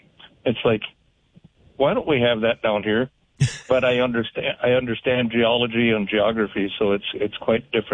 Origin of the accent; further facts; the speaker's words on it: southern Wells County, North Dakota, United States; moved away as an adult; I'm not a transplant of North Dakota. I grew up out in the central part, southern Wells County. And there, it's a rolling terrain.